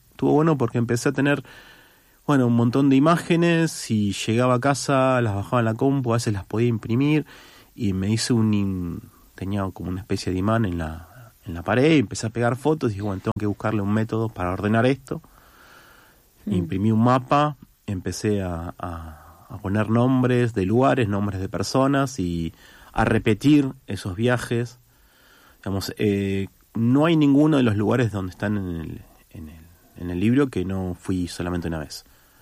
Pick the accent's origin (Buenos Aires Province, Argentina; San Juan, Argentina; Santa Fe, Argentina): Buenos Aires Province, Argentina; Rafael Castillo; born there; salvo en el barrio donde yo nací, ahí se me complicó. Que fue el barrio donde, digamos, que todo lo que era la zona de Rafael Castillo, Morón, fue el más picante.